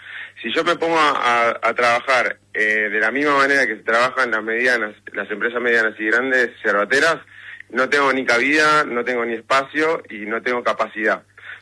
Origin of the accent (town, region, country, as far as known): Buenos Aires, Argentina